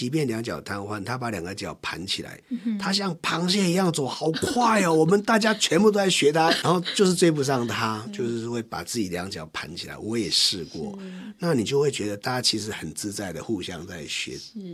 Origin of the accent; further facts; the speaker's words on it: Taiwan; first language Taiwanese; 因为我八岁以前是讲台语。然后我小二的时候就搬到，我妈妈是客家人，我又搬到客家庄，我又讲客语。